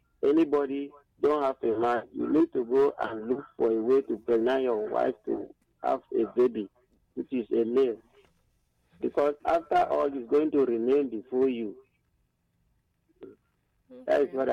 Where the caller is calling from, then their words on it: Cross River, Nigeria; I'm calling from Cross River.